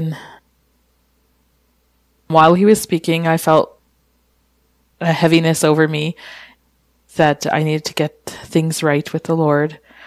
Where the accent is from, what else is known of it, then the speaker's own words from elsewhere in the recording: Kikino, Alberta, Canada; I come from Kikino Métis Settlement here. It's in Alberta. I grew up here in Kikino with my parents and two brothers and three sisters.